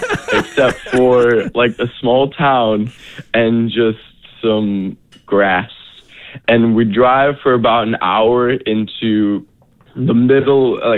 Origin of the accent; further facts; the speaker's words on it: Williamsville, New York, United States; I've grown up in Williamsville, New York.